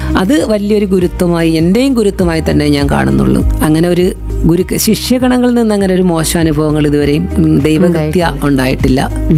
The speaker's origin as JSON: {"language": "Malayalam", "town": "Kalluvathukkal", "region": "Kerala", "country": "India", "tie": "born or raised there", "said": "കല്ലുവാതുക്കൽ എന്റെ സ്വദേശത്ത് തന്നെ വീട്, അവിടെ തന്നെയാണ് ഡാൻസ് ക്ലാസ്."}